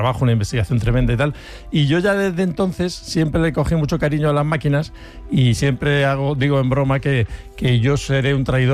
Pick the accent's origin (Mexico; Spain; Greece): Spain; Barcelona, Catalonia; born there; vengo de una familia, yo nací en Barcelona, mi madre era charnega